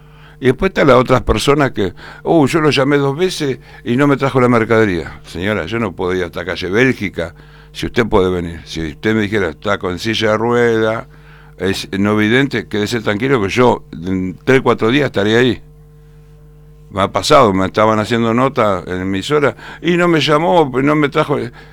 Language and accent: Spanish; Argentina